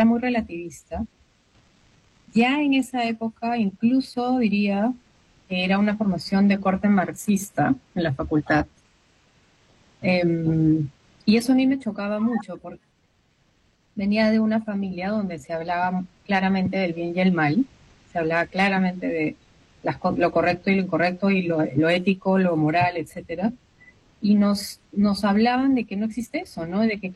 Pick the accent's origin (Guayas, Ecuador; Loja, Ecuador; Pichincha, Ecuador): Pichincha, Ecuador; Quito; born there; Yo soy de Quito, originalmente. Yo nací en Quito. Mi papá es ecuatoriano y mi mamá es peruana. Tengo 43 años